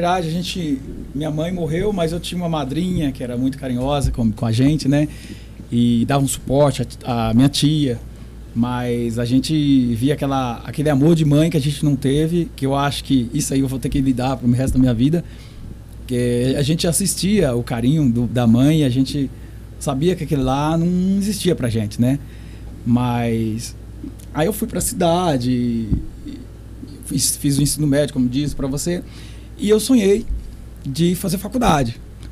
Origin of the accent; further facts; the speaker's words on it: Francisco Badaró, Minas Gerais, Brazil; moved away as an adult; also born or lived in Serrana / Taquaritinga; now in Monte Alto, Brazil; Eu nasci, na verdade, em Francisco Badaró. Fica ali perto de Montes Claros, na região.